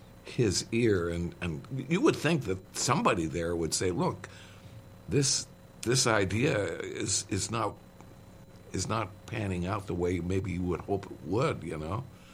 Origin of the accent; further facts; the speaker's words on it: Canada; now in United States; I'm from Canada myself